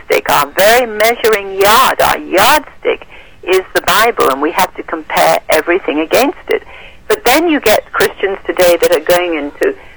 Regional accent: India; And I remember when I was growing up in India, the milkman, who only had a cow or two

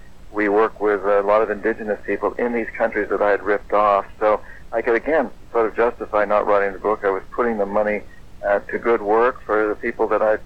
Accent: United States; I'm ashamed to admit, as an American, that is our stance.

